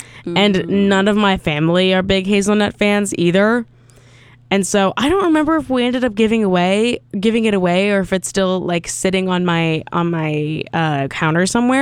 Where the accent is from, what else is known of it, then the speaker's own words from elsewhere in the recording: New Jersey, United States; Well, I'm from New Jersey.